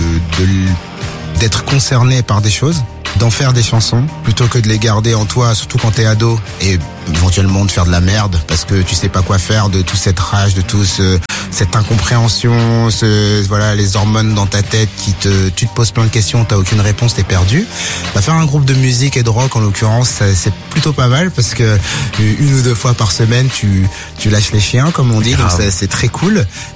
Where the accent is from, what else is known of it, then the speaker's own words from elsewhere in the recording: Lille, Hauts-de-France, France; Bah, en fait, nous, on vient de Lille, dans le nord.